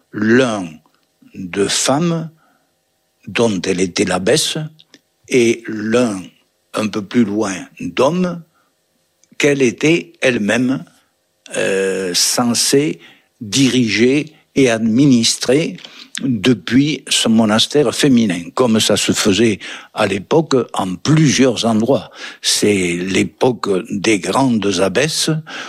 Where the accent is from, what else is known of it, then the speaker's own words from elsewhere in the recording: Brittany, France; Chez nous, en Bretagne, à Vannes